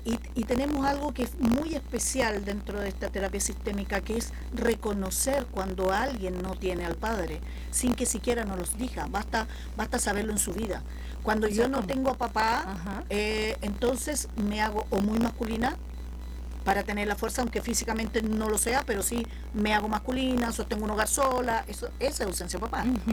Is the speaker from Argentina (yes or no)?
no; Chile; hablando en México, soy una terapeuta chilena